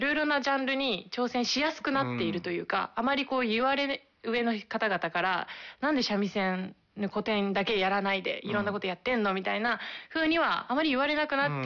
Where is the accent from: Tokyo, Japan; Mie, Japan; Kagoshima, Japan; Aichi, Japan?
Mie, Japan; moved away; 地元の三重県でもよく実家に風鈴が夏は出てたので